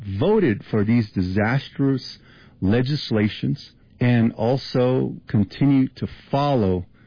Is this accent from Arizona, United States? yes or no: yes; Navajo Nation, Arizona, United States; I was raised on the Navajo Nation without running water or electricity. Bootstrap mentality. So I grew up in this district